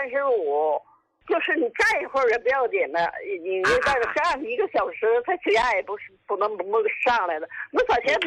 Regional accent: Qingdao, Shandong, China; 青岛的。

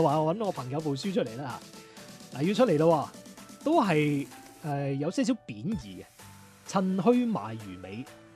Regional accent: Guangdong, China; 呢一個咧就係我哋廣府人咧用一啲好特別嘅場景或者引個古人出嚟而講一句好特別嘅歇後語

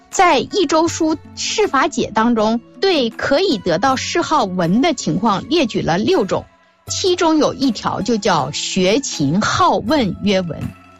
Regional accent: China; 我们中国人

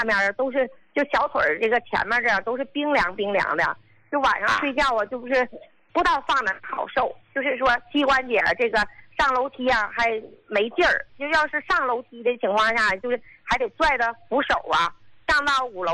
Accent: Qinhuangdao, Hebei, China; 胡老，我是秦皇岛的，

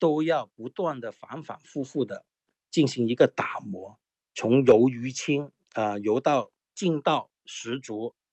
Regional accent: China; 这就是我们中国人做事的态度，是我们代代相传的匠人精神。

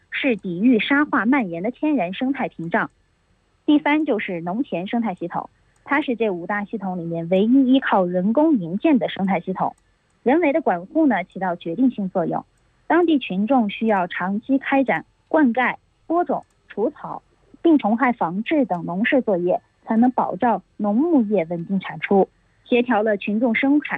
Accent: Qinghai, China; 我们青海人本地常说啊

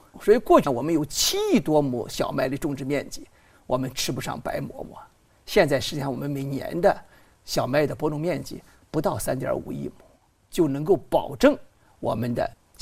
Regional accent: Wen County, Henan, China; 比如我们老家河南温县叫铁棍山药

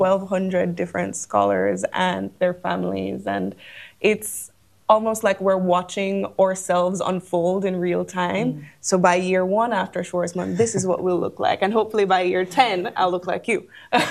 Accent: Kingston, Jamaica; growing up in Kingston, Jamaica, my life has always been surrounded by stories. We're very expressive as a people.

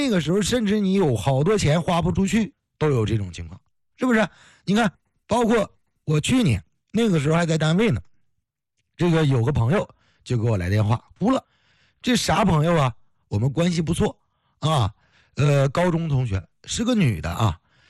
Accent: Heilongjiang, China; 你看咱是黑龙江人，她就嫁哪儿去了？就嫁湖南那块去了。

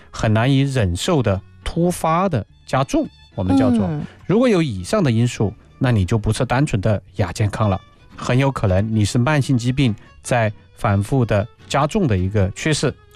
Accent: China

